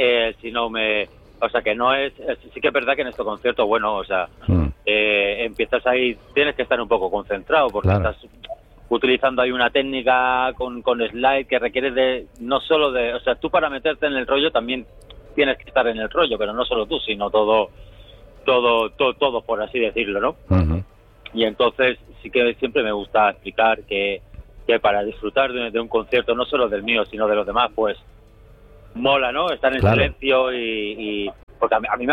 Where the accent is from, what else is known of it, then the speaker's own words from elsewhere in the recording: Barcelona, Catalonia, Spain; Donde yo crecí, que era un pueblo del Delta Llobregat, también en su manera, ¿no? Y su tradición y sus costumbres, pero también era como muy pura, muy de payeses